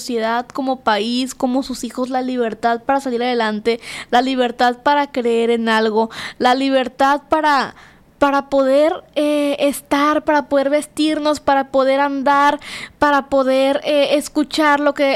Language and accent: Spanish; Mexico; Nosotros como mexicanos tenemos ese gran sostén espiritual por parte de Dios